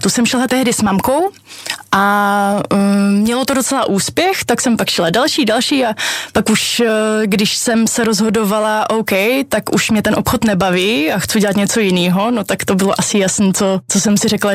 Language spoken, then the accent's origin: Czech; Brno, South Moravian Region, Czechia; jsem taková ženská z Brna.